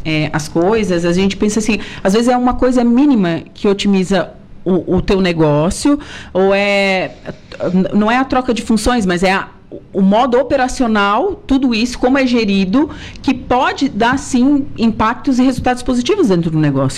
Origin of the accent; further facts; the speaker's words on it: Torres, Rio Grande do Sul, Brazil; Eu sou de Torres